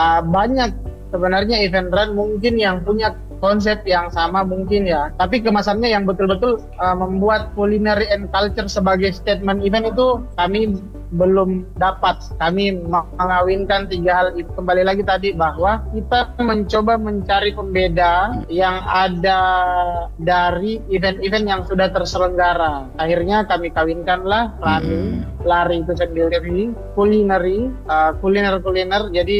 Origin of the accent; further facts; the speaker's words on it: West Sulawesi, Indonesia; Kita selaku Mandar